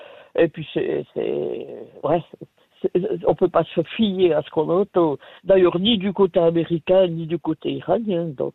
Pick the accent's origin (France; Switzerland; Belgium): Switzerland; Neuchâtel; also born or lived in La Chaux-de-Fonds; Enfin, de la région de Neuchâtel.